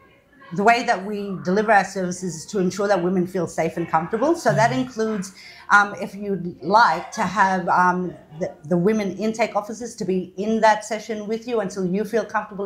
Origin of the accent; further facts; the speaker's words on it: Queensland, Australia; My mob, I'm a proud Kukuyalanji woman, also Yitawara and Gugu Yitama.